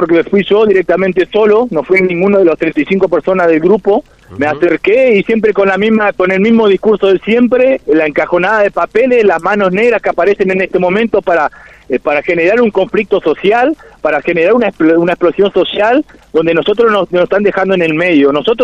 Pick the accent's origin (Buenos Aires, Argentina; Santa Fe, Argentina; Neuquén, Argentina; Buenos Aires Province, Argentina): Neuquén, Argentina; Junín de los Andes; Yo soy de acá, soy de Junín de los Andes, no me voy a ir.